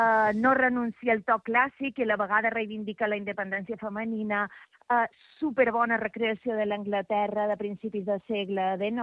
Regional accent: Porto Cristo, Balearic Islands, Spain; No estic a Deià. Estic a Porto Cristo, que són les festes del Carme

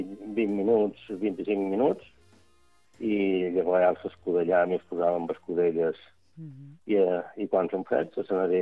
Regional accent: Santa Eulària des Riu, Balearic Islands, Spain; som de Santa Eulària, no som de Sant

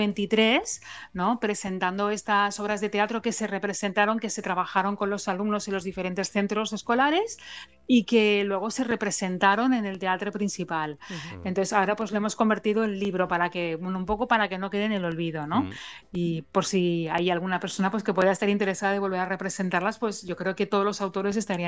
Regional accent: Andratx, Balearic Islands, Spain; que también era una novela de terror ambientada en Andratx, que es mi pueblo, ¿no?

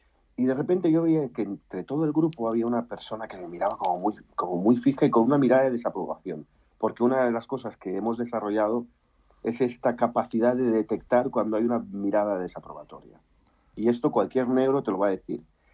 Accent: Palma, Balearic Islands, Spain; born there; yo soy mallorquín, soy nacido en Palma, Mallorca.

